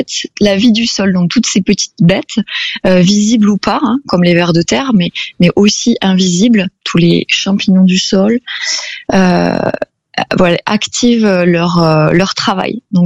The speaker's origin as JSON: {"language": "French", "region": "Occitanie", "country": "France", "tie": "born or raised there", "moved": "as an adult", "said": "Je suis née et j'ai grandi en Aveyron. Après, j'ai fait mes études à Toulouse, puis à Lille, dans le Nord, pour l'orthophonie. Et voilà. Donc, je suis revenue d'Amérique du Sud"}